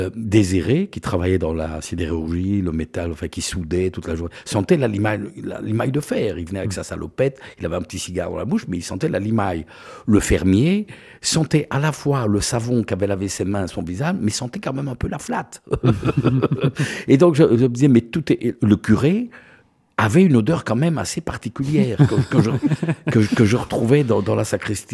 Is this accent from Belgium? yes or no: yes; Marloie, Wallonia, Belgium; je suis originaire de Marlois. Voilà. J'ai vécu toute mon enfance à Marlois. Province du Luxembourg, merveilleuse terre de vacances